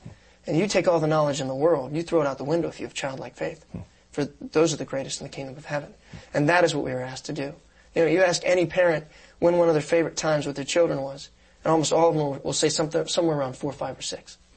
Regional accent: Columbus, Ohio, United States; I'm born and raised in Columbus, Ohio.

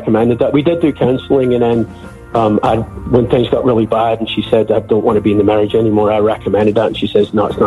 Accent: Scotland, United Kingdom; moved away; I'm originally from Scotland, and I'm going to go visit family in Scotland just to kind of reconnect with my family.

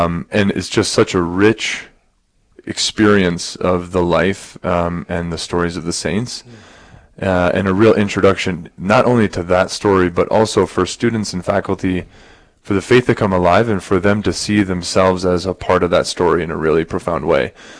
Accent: Rapid City, South Dakota, United States; So I grew up in Rapid City, alum of St. Thomas More High School. Love Rapid City.

